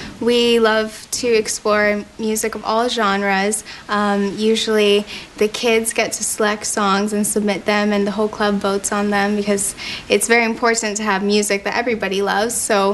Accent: Honolulu, Hawaii, United States; I'm 17 years old. I'm from Honolulu, Hawaii.

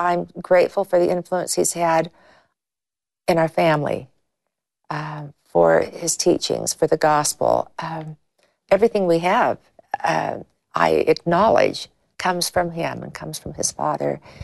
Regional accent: California, United States; And growing up in California, not a world that was always easy to live as mm-hmm. as members of the church

